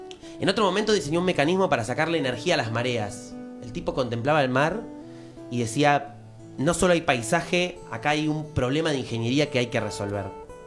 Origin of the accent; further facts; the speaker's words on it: Bragado, Buenos Aires Province, Argentina; also born or lived in Villa Gesell; Yo soy la mitad de Bragado y la mitad de Villa Gesell, porque mis papás tienen un hotel en la costa hace muchos años y me crié ahí muchos veranos.